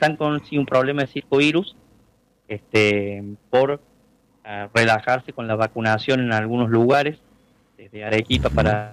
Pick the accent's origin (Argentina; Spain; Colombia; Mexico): Argentina